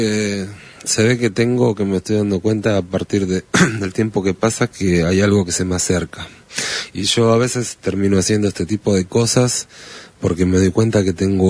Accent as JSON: {"language": "Spanish", "town": "Lincoln", "region": "Buenos Aires Province", "country": "Argentina", "said": "Vengo de Lincoln. Lincoln."}